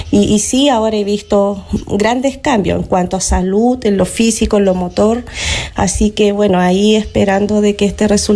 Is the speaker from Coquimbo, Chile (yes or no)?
yes; Combarbalá, Coquimbo, Chile; Soy de acá de Combarbalá.